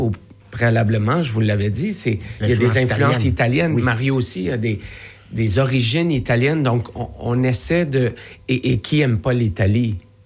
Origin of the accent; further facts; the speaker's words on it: Quebec, Canada; also born or lived in Spain; je suis espagnol, mais j'ai grandi quand même au Québec.